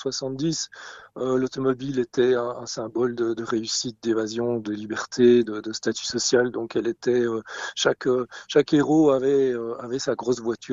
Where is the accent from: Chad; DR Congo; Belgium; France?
Belgium; Alors moi, en tant que Belge, nous, notre lucarne vers les 24 heures du Mans, c'était Jacques X, bien sûr, puisque moi, j'étais gamin dans les années 70-80